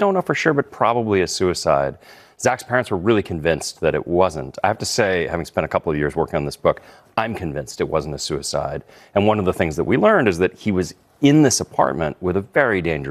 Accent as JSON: {"language": "English", "country": "United States", "said": "I'm an American."}